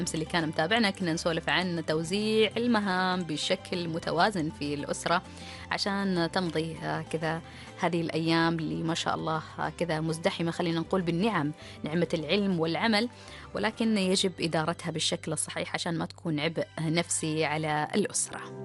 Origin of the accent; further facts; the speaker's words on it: Oman; عندنا في سلطنة عمان